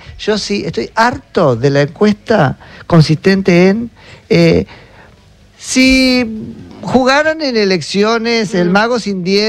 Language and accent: Spanish; Argentina